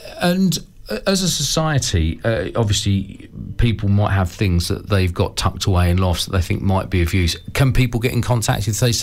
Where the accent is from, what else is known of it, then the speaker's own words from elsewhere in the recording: Welwyn Garden City, East of England, United Kingdom; moved away; I grew up in Welwyn Garden City, which was a new town, although there are like little bits of it that were old.